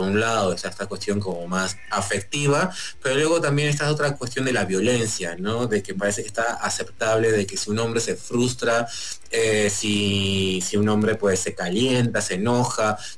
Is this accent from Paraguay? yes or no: no; Uruguay; also born or lived in Spain; now in Mexico; está en Uruguay, de donde soy, está también en España, donde hay muchos años